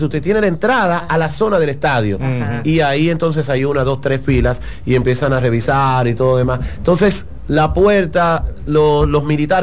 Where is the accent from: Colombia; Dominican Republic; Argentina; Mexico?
Dominican Republic